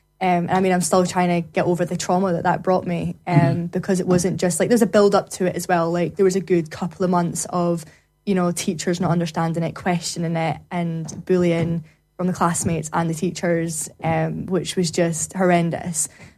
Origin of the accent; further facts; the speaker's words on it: Scotland, United Kingdom; I'm from Scotland.